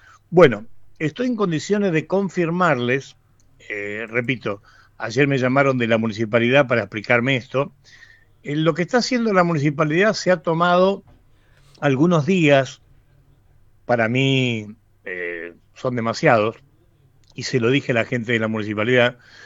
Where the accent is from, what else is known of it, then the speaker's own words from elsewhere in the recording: San Juan, Argentina; born there; a mí me tocó muy de pibe vivir los terremotos en San Juan, pero era muy pibe